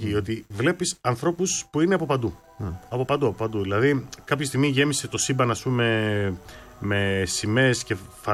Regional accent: Greece; Να σου πω κάτι άλλο από Νέα Υόρκη που ρωτούσαν όλοι από που είσαι και τα λοιπά και έλεγα Γκρίς.

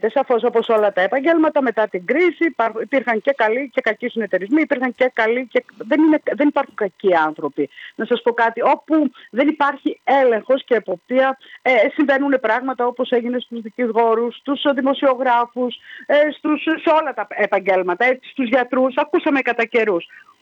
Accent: Western Macedonia, Greece; Ως Έλληνες αγρότες και ως Δυτική Μακεδονία

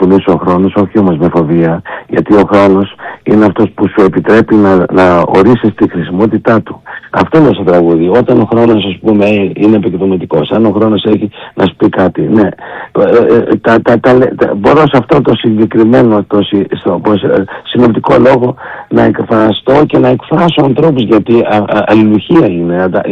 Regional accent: Greece; Είμαι ένας άνθρωπος που αισθάνομαι και Μακεδόνας, γιατί είμαι Έλληνας

